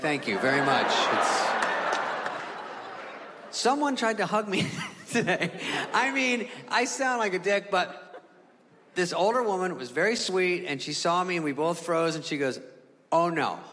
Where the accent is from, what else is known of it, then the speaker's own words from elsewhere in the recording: California, United States; I'm from California.